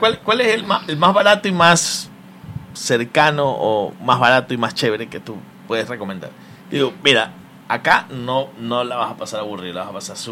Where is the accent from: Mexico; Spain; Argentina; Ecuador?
Ecuador; ¿A dónde puedo viajar siendo ecuatoriano?